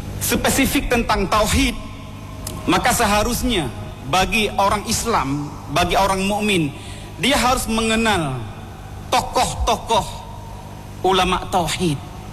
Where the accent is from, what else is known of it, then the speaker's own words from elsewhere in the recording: Aceh, Indonesia; Khususnya kita orang Aceh